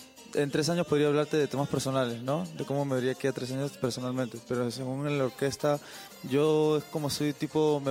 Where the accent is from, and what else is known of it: Lima, Peru